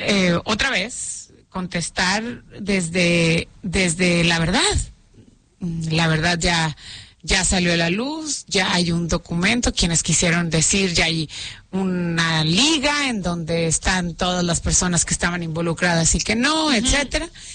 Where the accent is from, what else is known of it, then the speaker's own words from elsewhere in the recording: Monterrey, Nuevo León, Mexico; nosotros, como cualquier regio